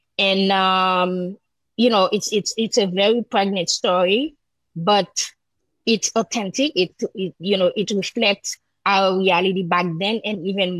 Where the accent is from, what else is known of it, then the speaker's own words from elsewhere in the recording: Jacmel, Sud-Est, Haiti; And the road leading to Jacmel, my hometown, was closed through Martissant, which is a very big region in Port-au-Prince.